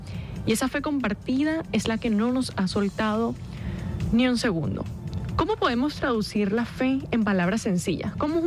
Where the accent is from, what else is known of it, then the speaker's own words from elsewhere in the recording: Venezuela; todos los venezolanos, sin importar el credo